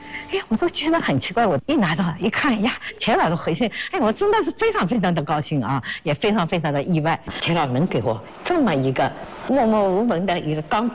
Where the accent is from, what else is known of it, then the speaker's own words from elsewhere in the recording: China; 嗯，我们中国人真的站起来了。